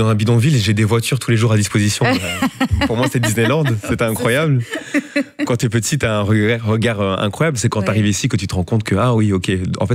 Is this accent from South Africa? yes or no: yes; Cape Town, Western Cape, South Africa; Voilà, à Cape Town, dans des bidonvilles